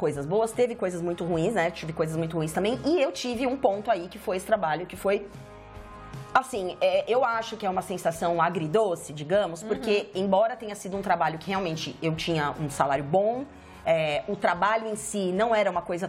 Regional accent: Brazil; moved away as an adult; now in Canada; eu no Brasil

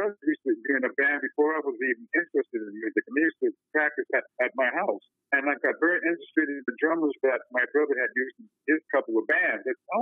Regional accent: Calgary, Alberta, Canada; Well, just around in the East Calgary area.

